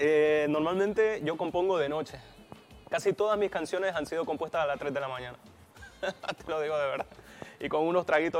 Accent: Santo Domingo, Santo Domingo de los Tsáchilas, Ecuador; now in Barcelona, Spain; mi ciudad, que es Santo Domingo.

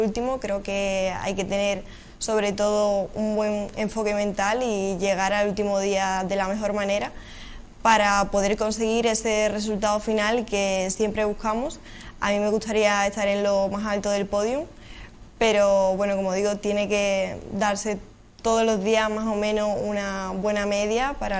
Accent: Cádiz, Andalusia, Spain; porque soy gaditana, estoy de aquí

